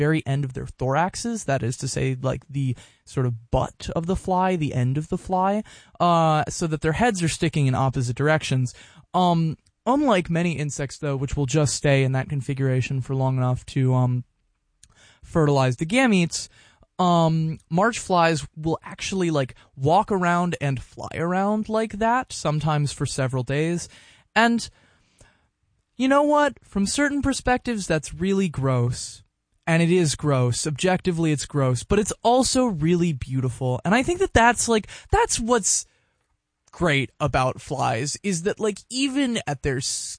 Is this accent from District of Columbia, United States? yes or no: yes; District of Columbia, United States; my hometown in the D.C. area